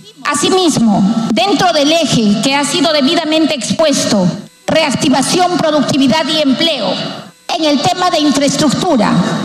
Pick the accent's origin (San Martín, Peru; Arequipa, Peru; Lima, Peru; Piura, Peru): Arequipa, Peru; como arequipeña y diputada de esta región